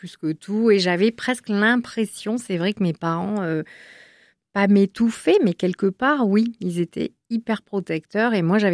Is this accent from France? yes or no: yes; Biarritz, Nouvelle-Aquitaine, France; Moi, je suis née dans le Sud-Ouest.